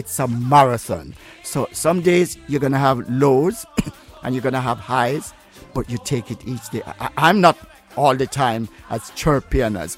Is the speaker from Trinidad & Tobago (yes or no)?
no; Jamaica; now in United Kingdom; when I was growing up in Jamaica, we had something called fried dumpling or Johnny cake.